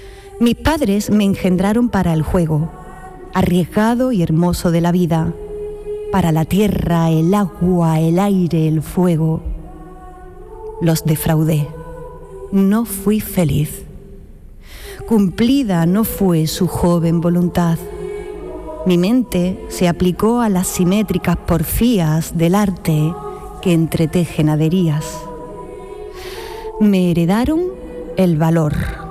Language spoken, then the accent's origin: Spanish; Jaén, Andalusia, Spain; las de Jaén, que es mi tierra